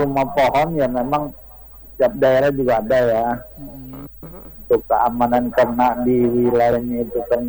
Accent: West Java, Indonesia; Di daerah saya juga ada, Jawa Barat itu rumah panggung ada.

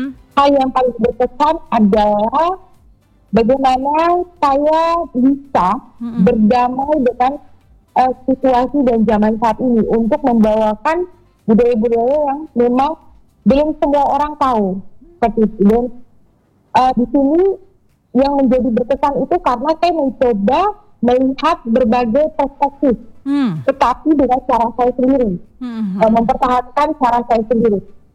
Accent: Papua, Indonesia; budaya asal saya, yaitu di Papua, karena di sini saya Papua.

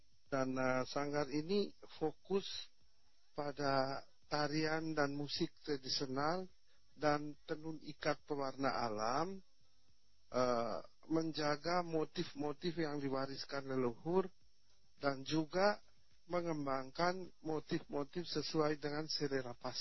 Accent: East Nusa Tenggara, Indonesia; kita orang NTT, demikian pula di Kabupaten Sika

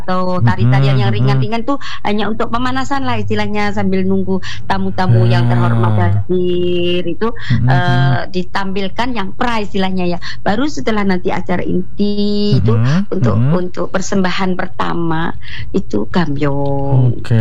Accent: Java, Indonesia; Kalau kebetulan saya Jawa, ya kan? Maka yang saya tekankan di sini saya Jawa

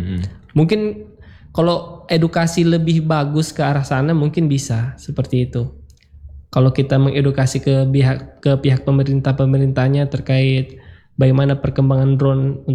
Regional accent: Ampana, Central Sulawesi, Indonesia; born there; moved away as an adult; now in Palu, Indonesia; Kalau saya lahir di Ampana.

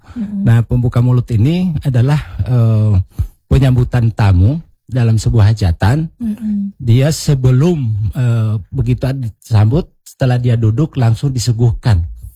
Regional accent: Gorontalo, Indonesia; Maknaan bahwa kita orang Gorontalo itu harus harmoni dengan alam

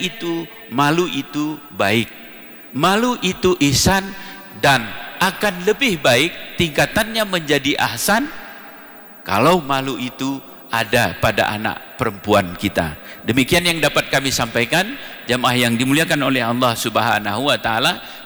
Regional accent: Aceh, Indonesia; Di budaya kita Aceh Tengah ini, di Gayo ini, budaya kekemelen.

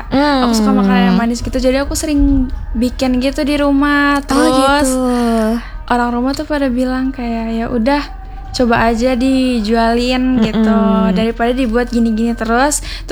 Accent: Sumbawa, West Nusa Tenggara, Indonesia; moved away; Aku aslinya dari Sumbawa

